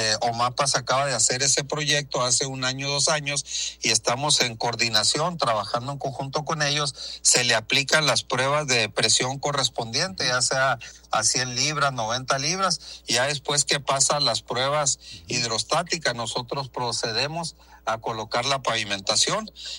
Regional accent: Nogales, Sonora, Mexico; los que somos de Nogales

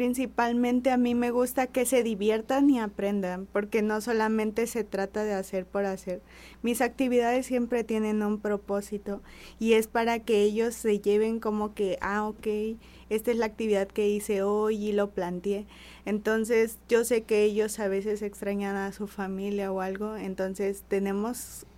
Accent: Villahermosa, Tabasco, Mexico; now in Nogales, Mexico; Pues mi abuelo es de Puebla y yo soy de Villahermosa, Tabasco.

